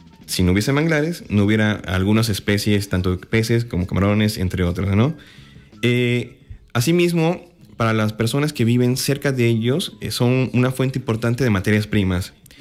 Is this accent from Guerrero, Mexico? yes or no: no; Alvarado, Veracruz, Mexico; soy de Alvarado